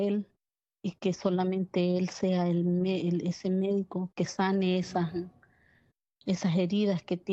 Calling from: Estelí, Nicaragua; Estoy llamando de Nicaragua.

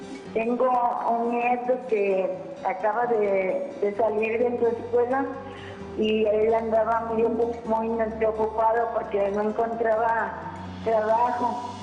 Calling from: Uruapan, Michoacán, Mexico; por el agua que está cayendo aquí en Uruapan

